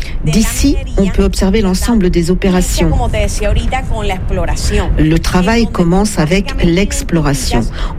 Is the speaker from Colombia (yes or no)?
yes; La Guajira, Colombia; Et en plus, je viens d'ici, de la Guajira.